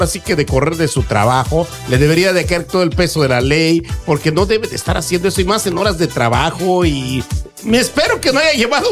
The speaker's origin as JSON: {"language": "Spanish", "region": "Puebla", "country": "Mexico", "tie": "born there", "said": "Yo nací en Puebla"}